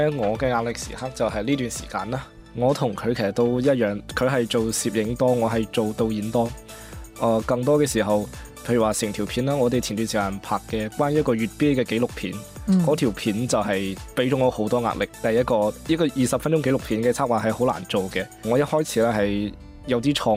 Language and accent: Cantonese; Guangzhou, Guangdong, China; 大家好，我系嚟自广东广州嘅